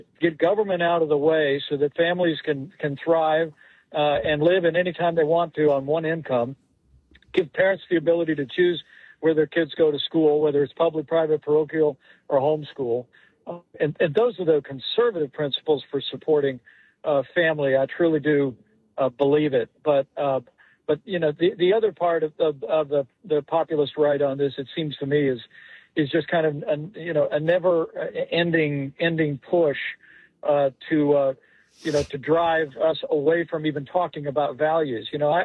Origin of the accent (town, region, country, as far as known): Indiana, United States; born or raised there